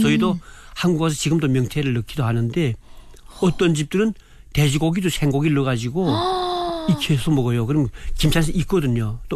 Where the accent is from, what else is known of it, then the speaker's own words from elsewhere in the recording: North Korea; moved away as an adult; also born or lived in Pyongyang; now in South Korea; 평양은 제가 살 때도